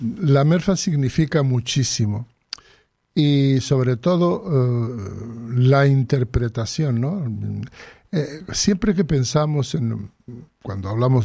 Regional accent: Western Sahara; Nosotros, el pueblo saharaui lucha para decir, yo quiero vivir libre en mi tierra

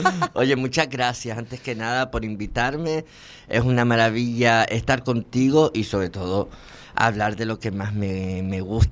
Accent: Las Palmas de Gran Canaria, Canary Islands, Spain; Yo soy de Zárate, de un barrio de Las Palmas de Gran Canaria que todo el mundo conoce porque está justo detrás del Hospital Insular.

